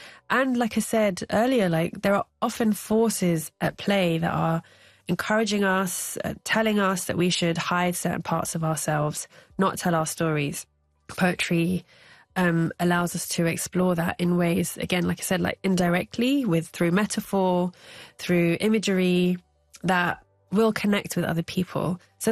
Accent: London, United Kingdom; For a long time, I grew up, as a Londoner.

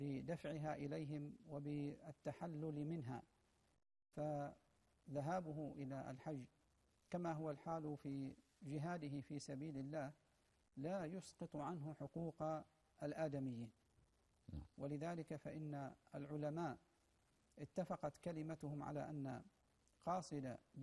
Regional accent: Oman; وأن يحفظ بلادنا عمان من كل سوء ومكروه

